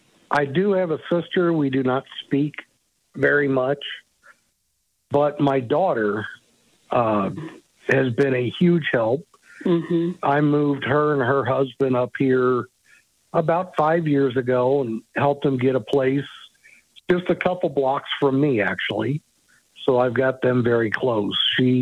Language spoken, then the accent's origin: English; St. Charles, Missouri, United States; I grew up in St. Charles, even though my dad's side of the family is all from Troy, and my mom's side is from Old Monroe.